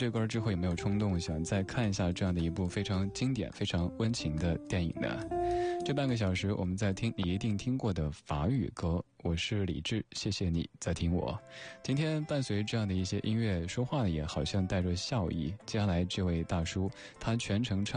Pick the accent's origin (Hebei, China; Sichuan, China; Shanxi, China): Sichuan, China; Chengdu; 因为我成都人，成都话当中的瓜就是傻的意思，